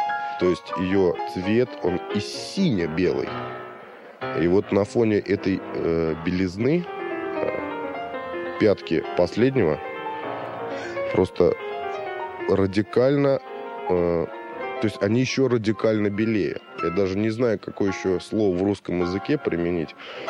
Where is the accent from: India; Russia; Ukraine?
India